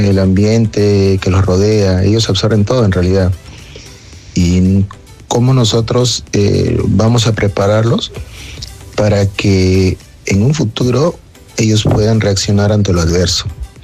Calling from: Lima, Peru; de El Cercado.

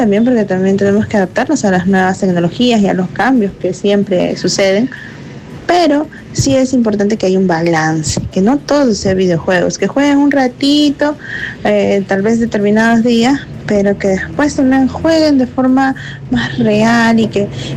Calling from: Lima, Peru; de Los Olivos.

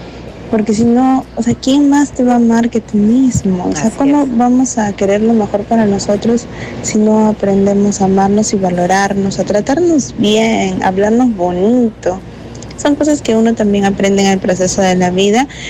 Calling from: Chimbote, Ancash, Peru; de Chimbote.

